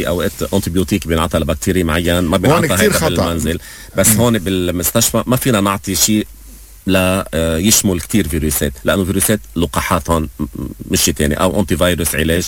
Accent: Lebanon; نحن بهمنا كلبنانية نحصن أنفسنا

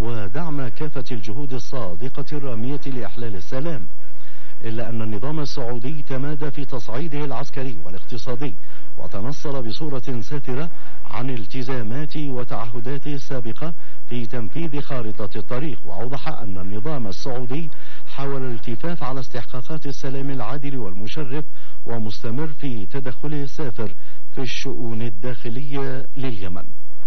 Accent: Yemen; على بلادنا اليمن

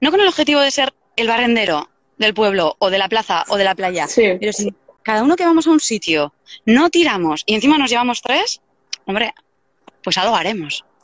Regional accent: Deba, Basque Country, Spain; born there

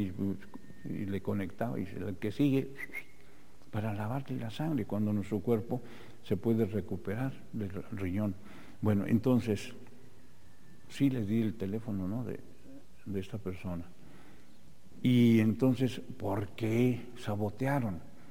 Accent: Mexico

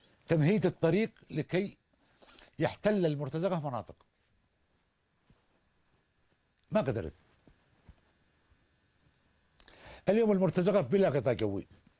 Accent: Yemen; احنا في بلدنا

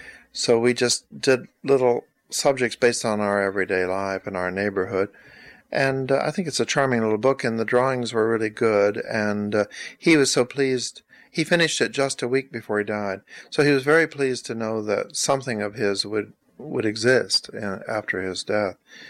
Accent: Texas, United States; whereas I'm white trash from Texas.

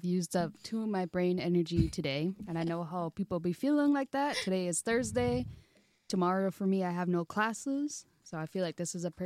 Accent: Minnesota, United States; even though I am Ojibwe from Minnesota and you would think like I should be good at navigating, I am not.

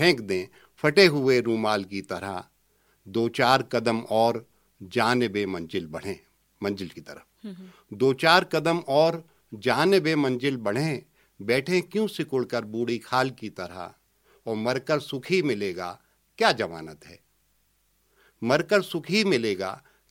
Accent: Shivpuri, Madhya Pradesh, India; मैं शिवपुरी से हूँ

